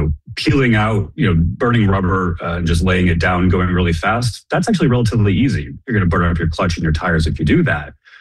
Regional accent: Boston, Massachusetts, United States; moved away; I'm from Boston originally.

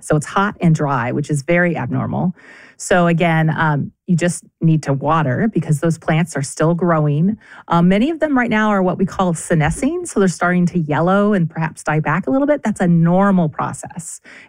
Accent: California, United States; moved away; I'm from California

